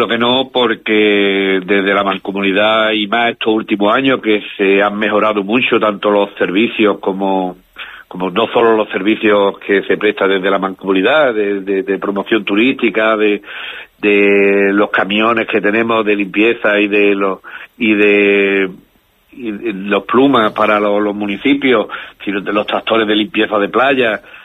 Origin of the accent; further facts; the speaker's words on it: Valencian Community, Spain; yo soy de Canella de Albaida, allí ya hace años que tenemos un camping de caravana